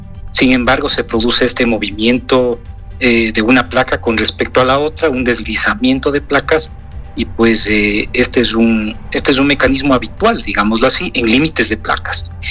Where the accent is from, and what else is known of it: Ecuador